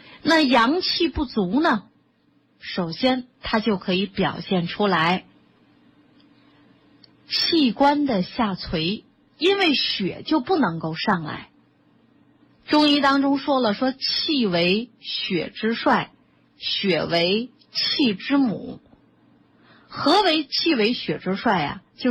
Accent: China; 就像我们中国人拿这筷子

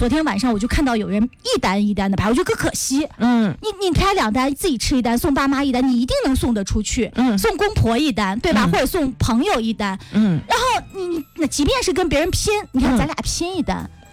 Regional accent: Henan, China; 我们河南人其实就北方人吧

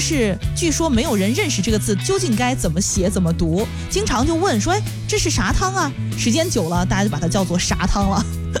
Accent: Xinxiang, Henan, China; now in Zhengzhou, China; 因为我老家是新乡的，我们还是跟郑州这边的饮食比较接近，早上一般是胡辣汤啊、豆腐脑啊这些多一点啊。

